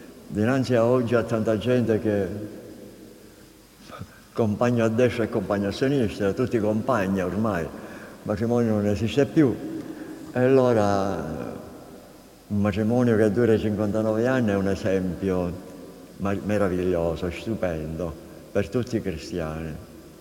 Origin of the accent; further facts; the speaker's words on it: Cefalù, Sicily, Italy; E ovunque, non crediate, io vengo da Cefalù e Puglia Sottana, compagni tutti, tutti compagni e compagni.